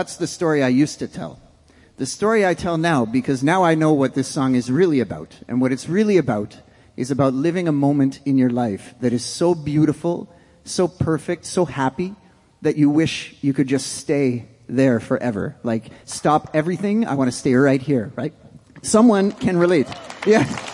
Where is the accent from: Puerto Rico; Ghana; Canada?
Canada; We're from Canada.